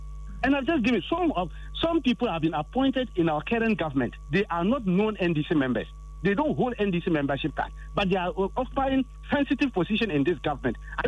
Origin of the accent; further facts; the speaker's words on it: northern Ghana, Ghana; I'm from the Northern Sector.